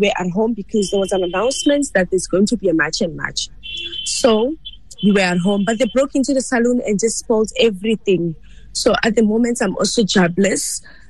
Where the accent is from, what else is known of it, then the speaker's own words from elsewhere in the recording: South Africa; See, I grew up here in South Africa. My grandmother was a teacher here in South Africa, and I stayed with her. So I grew up here in South Africa. I didn't grow up in Ghana